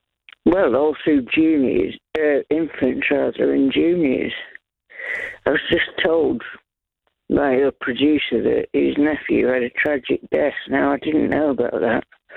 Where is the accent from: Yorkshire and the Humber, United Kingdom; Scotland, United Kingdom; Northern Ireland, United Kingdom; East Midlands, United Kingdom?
Yorkshire and the Humber, United Kingdom; I was in South Yorkshire at the time, 5 miles outside of Doncaster, so Scunthorpe wasn't very far away at all.